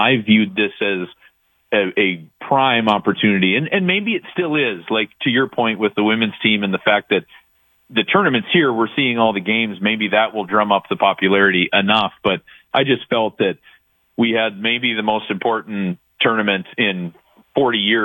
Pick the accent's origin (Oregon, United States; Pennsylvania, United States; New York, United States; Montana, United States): Montana, United States; now in Beulah, United States; where I grew up in Montana, there was youth soccer programs and they stop when you hit about 12, 13, 14, 15. There was no high school program